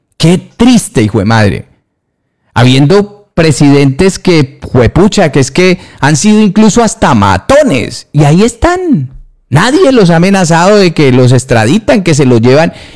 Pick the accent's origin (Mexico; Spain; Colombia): Colombia; soy colombiano